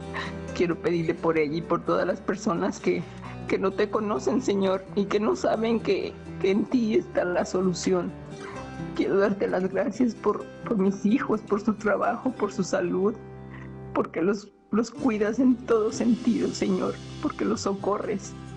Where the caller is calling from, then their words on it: Guadalajara, Jalisco, Mexico; de aquí de Guadalajara.